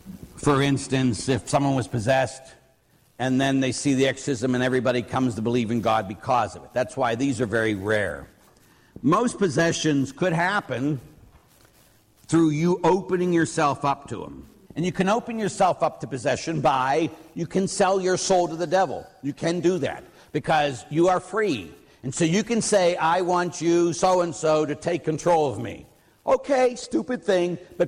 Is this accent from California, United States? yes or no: no; Pittsburgh, Pennsylvania, United States; And at Waldemere, because we're from Pittsburgh, we came up there.